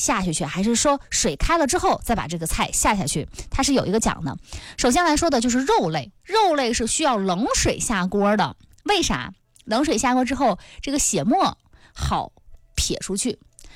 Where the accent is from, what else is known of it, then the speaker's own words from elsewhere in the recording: Yingkou, Liaoning, China; 还有就是我们东北人，我们营口人爱吃的盐水虾